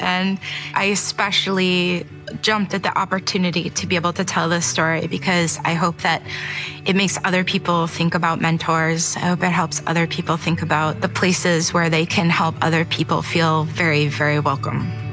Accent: Maine, United States; First time I ever thought to go swimming in January because I'm from Maine.

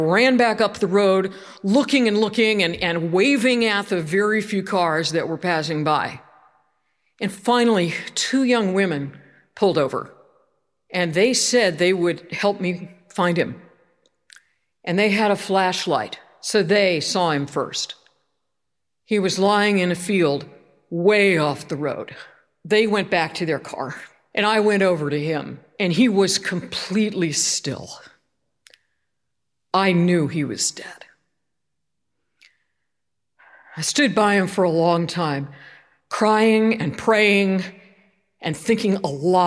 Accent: East Coast, United States; also born or lived in California; And I spent about half my life on the East Coast. I'm from the East Coast. About half my life in California.

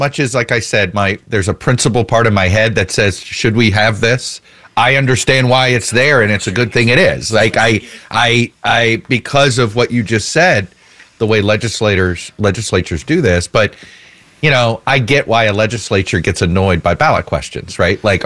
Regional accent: Florida, United States; you want to talk about the in my home state of Florida, the question wordings are so long

